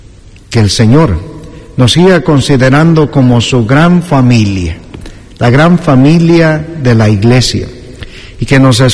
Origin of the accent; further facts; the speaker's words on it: Ario de Rosales, Michoacán, Mexico; soy de Ario de Rosales, de Michoacán